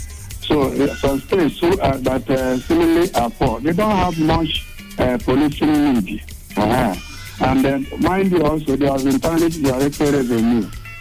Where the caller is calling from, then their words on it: Aba, Abia, Nigeria; I'm calling from Alba.